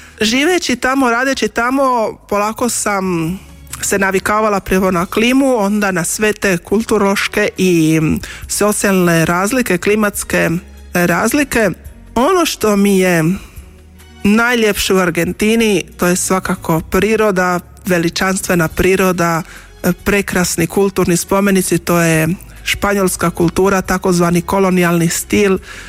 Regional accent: Sisak, Sisak-Moslavina County, Croatia; born there; Još kao dijete, ja sam rođena u Sisku, čitali smo Radosnu vijest i Mali koncil.

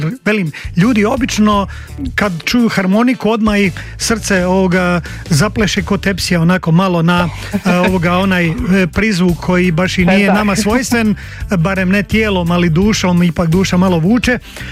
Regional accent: Bosanska Posavina, Bosnia & Herzegovina; born there; sam rođen u Bosanskoj Posavini

